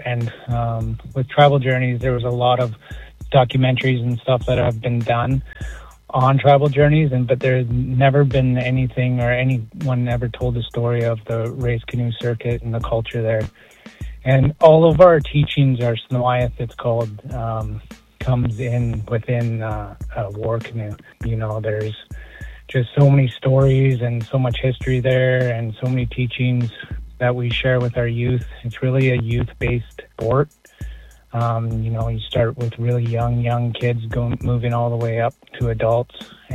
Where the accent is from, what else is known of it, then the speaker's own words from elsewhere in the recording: British Columbia, Canada; I come from the Stamenis First Nations